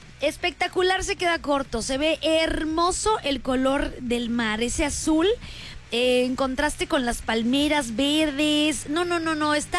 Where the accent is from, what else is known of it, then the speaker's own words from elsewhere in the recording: Mexico; como buena mexicana que soy